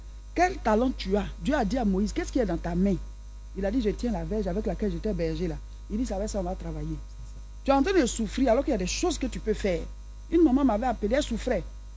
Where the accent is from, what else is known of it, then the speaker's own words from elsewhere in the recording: Côte d’Ivoire; now in France; Je ne suis pas ici, je suis venu de la France, je suis ivoirien d'origine, mais je ne vis pas ici.